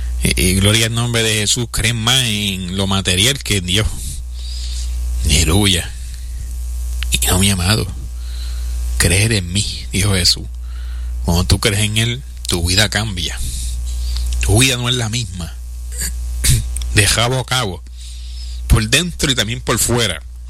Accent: Puerto Rico; como dicen en mi país, Puerto Rico.

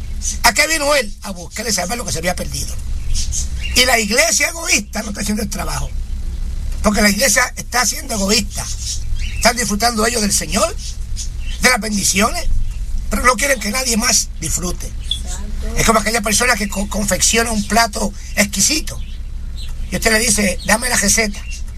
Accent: Puerto Rico; Yo estuve muchos años primero predicando en Puerto Rico en diferentes áreas, incluyendo en mi pueblo, diferentes barrios.

